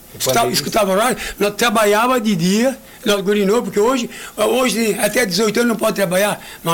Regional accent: Brazil; eu me criei no Baixio, morava no Baixio ali.

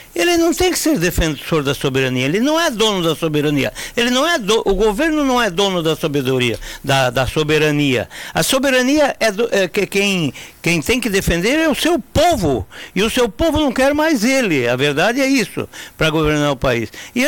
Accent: Santa Catarina, Brazil; o meu sentimento como catarinense, o meu sentimento como brasileiro

